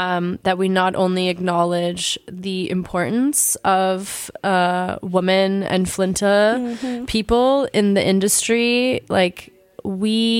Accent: Toronto, Ontario, Canada; my hometown Toronto

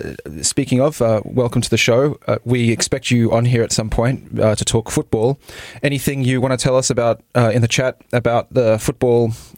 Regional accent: Australia; moved away; I come from Australia

